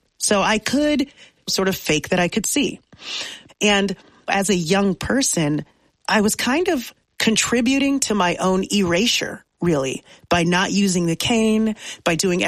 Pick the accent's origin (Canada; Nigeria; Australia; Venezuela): Nigeria; now in New York, United States; And so my first thought was, as a Nigerian, or maybe as an Aries, or maybe as a New Yorker, my first thought was, how do I live my best life now?